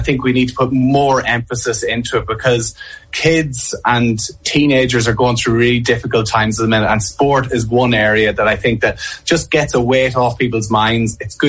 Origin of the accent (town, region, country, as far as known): Monaghan, Ulster, Ireland; born or raised there